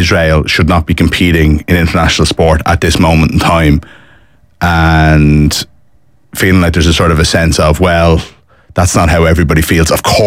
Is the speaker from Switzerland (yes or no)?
no; Ireland; I do feel like sometimes as Irish people we have this tendency to not want anybody to talk about us in case they might think negatively of us.